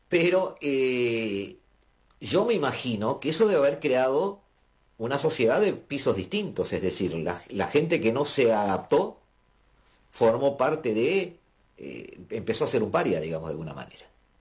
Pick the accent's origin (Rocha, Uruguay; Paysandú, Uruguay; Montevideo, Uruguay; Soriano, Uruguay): Montevideo, Uruguay; acá de Montevideo